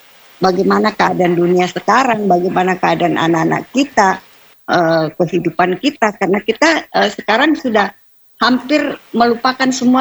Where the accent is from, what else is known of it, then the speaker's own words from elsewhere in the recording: South Sulawesi, Indonesia; sementara kita orang Sulawesi Selatan seakan-akan sudah mau melupakan yang seperti itu.